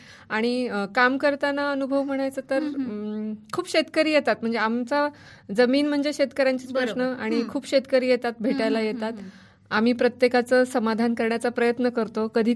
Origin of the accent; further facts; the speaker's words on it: Barshi, Maharashtra, India; moved away as an adult; also born or lived in Kolhapur / Rahuri; now in Jalgaon district, India; माझं बालपण म्हणजे माझं माहेर आहे बार्शी सोलापूर जिल्ह्यात